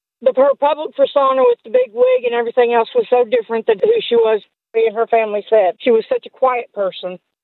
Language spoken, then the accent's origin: English; Sevier County, Tennessee, United States; I'm from Sevier County, Tennessee. Yeah, I grew up